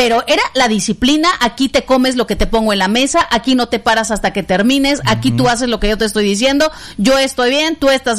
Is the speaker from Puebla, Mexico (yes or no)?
no; State of Mexico, Mexico; born there; moved away as an adult; now in Comitán, Mexico; Yo nací en el Estado de México, egresada de la Metropolitana en la Ciudad de México